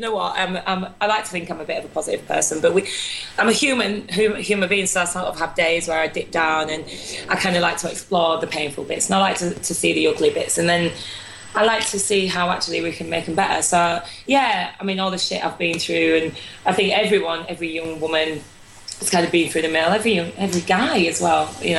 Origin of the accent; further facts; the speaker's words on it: Yorkshire and the Humber, United Kingdom; Oh, well, I'm from Yorkshire, so I guess we're a little bit rough around the edges.